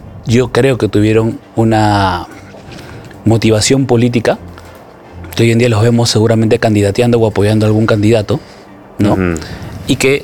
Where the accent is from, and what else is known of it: Peru